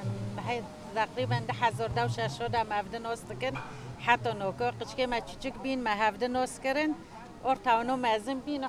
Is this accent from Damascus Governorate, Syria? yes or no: no; Afrin, Aleppo Governorate, Syria; now in Germany; من سوريا، من عفرين.